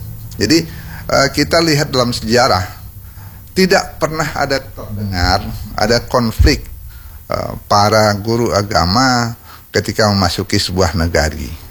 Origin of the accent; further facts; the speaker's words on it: Bukittinggi, West Sumatra, Indonesia; Saya ingat di kampung saya itu ada surau gadang Mandiangin.